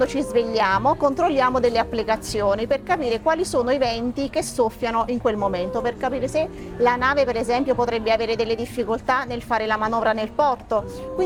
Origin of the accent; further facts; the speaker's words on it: Procida, Campania, Italy; Ho avuto una breve esperienza anche a Roma, però poi ho deciso di ritornare nella mia terra. E quando ho deciso di ritornare nella mia terra, dovevo mettere in conto che il mio percorso, per raggiungere il lavoro doveva includere anche una strada diversa, quella del mare. E quindi, quando sono ritornata a Procida